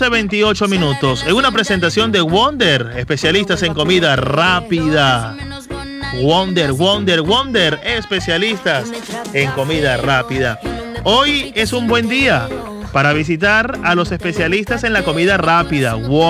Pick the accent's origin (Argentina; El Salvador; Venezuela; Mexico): Venezuela; Los Llanos; por algo somos llaneros.